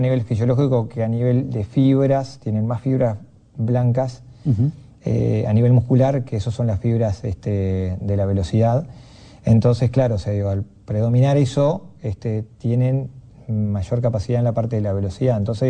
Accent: Salto, Uruguay; born there; también dijeron que no querían poner a mi nombre porque yo soy nacido en Salto.

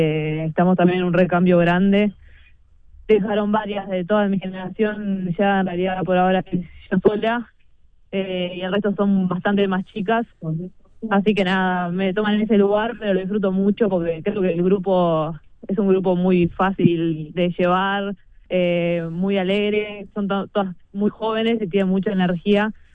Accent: Uruguay; moved away; also born or lived in Netherlands / Belgium; Sí, no, hoy ya volví a Uruguay este año. Estoy jugando en Biwa, pero sí, fue muchos años afuera.

